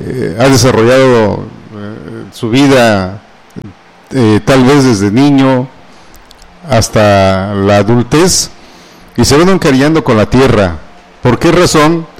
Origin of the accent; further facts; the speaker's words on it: Oaxaca, Mexico; muchos ya no aprendimos el dialecto de nuestros abuelos y tal vez nuestros padres tampoco, pero tenemos una identidad, que somos oaxaqueños